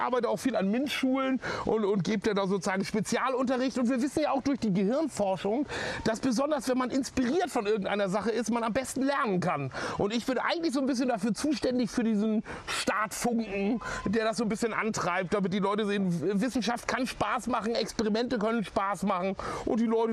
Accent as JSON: {"language": "German", "town": "Haffkrug", "region": "Schleswig-Holstein", "country": "Germany", "tie": "born or raised there", "also_born_or_lived": "Hamburg, Germany", "said": "Ich bin in Hamburg geboren, bin aber in Haffkrug an der Ostsee, so ein ganz kleines Dorf an der Ostsee aufgewachsen."}